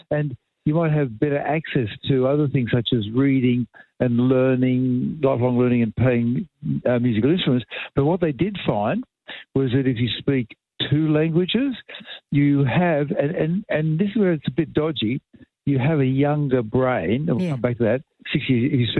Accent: Wollongong, New South Wales, Australia; And that was growing up in Wollongong.

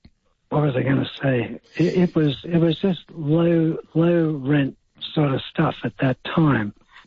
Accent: Sydney, New South Wales, Australia; also born or lived in Gladstone, Queensland / Brisbane; now in Lilyfield, Australia; I grew up from a very young age, of 6 years of age, in Castle Crag.

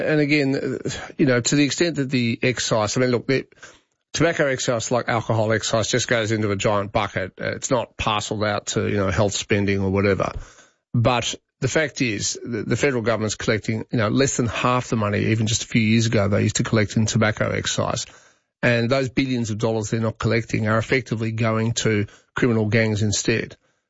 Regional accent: Australia; Apparently the Olympics the year before last, we being the Australian Olympic team.

